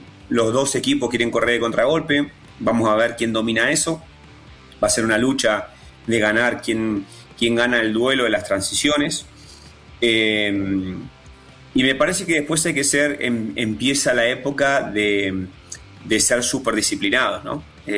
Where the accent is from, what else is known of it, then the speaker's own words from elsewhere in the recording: Argentina; now in Colombia; Yo soy argentino. Uh-huh. Yo soy argentino.